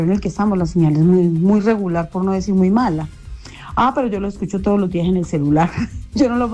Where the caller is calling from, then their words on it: Pereira, Risaralda, Colombia; amando mi tierra, porque yo a Pereira la amo